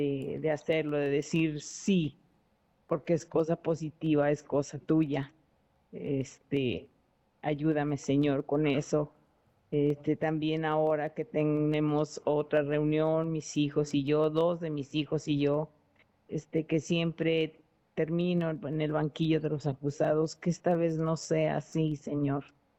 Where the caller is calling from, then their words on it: Guadalajara, Jalisco, Mexico; Buenas tardes, ¿cómo está? … de aquí de Guadalajara.